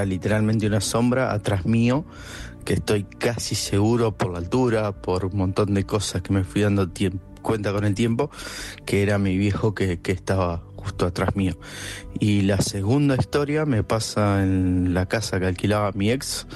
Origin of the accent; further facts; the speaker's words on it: Coronel Pringles, Buenos Aires Province, Argentina; Soy oriundo de Coronel Pringles.